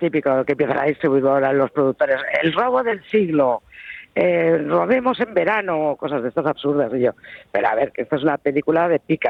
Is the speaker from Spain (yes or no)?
yes; Spain; Somos así los españoles.